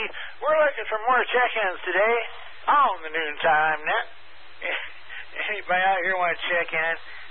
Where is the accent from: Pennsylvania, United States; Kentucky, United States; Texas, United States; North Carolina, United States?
Kentucky, United States; and we're from Kentucky, you know.